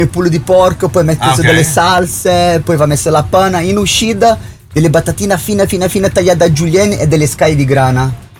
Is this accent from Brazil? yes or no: yes; South Region, Brazil; Italian is a second language; now in Reggio Calabria, Italy; io da brasiliano che vivo a Reggio Calabria